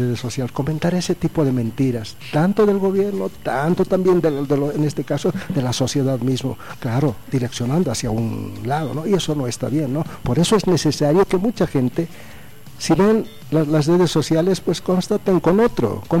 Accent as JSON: {"language": "Spanish", "country": "Bolivia", "said": "porque todos somos bolivianos, todos"}